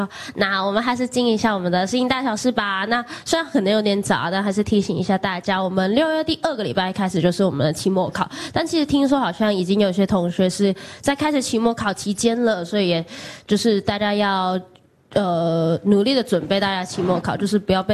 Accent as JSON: {"language": "Chinese", "country": "Hong Kong", "moved": "yes", "said": "我是香港人。"}